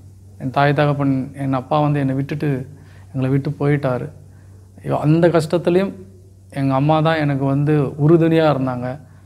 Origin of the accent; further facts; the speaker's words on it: Vaniyambadi, Tamil Nadu, India; born there; நான் ஒரு இந்து தெலுங்கு ஃபேமிலியில் பிறந்த பையன். என்னோடய லைஃப்பில் வாணிம்படின்ற ஊரில் நான் பிறந்தேன். வளர்ந்ததெல்லாம் அந்த ஊரில் தான். ஒரு 6th ஸ்டாண்டர்ட் வரையும் நான் வாணிம்படியில் தான் பிறந்து வளர்ந்தேன்.